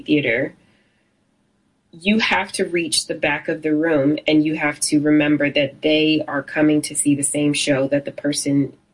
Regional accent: Baltimore, Maryland, United States; when I first said I was from Baltimore

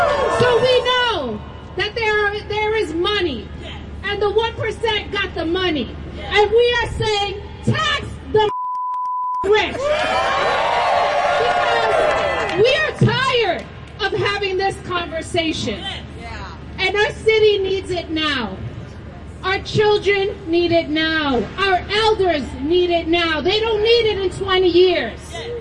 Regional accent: New York City, New York, United States; I'm from Brooklyn.

